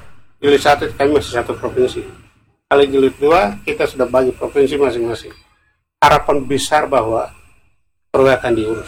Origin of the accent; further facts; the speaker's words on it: Papua, Indonesia; Kami juga orang Papua ini.